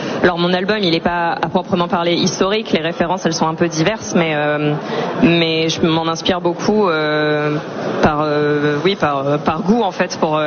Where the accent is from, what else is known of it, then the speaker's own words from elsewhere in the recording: Provence-Alpes-Côte d'Azur, France; dans ma région natale de Provence.